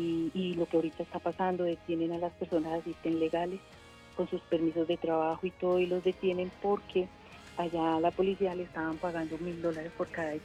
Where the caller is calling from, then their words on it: Bogotá, Colombia; Aquí en Bogotá, en Engativá.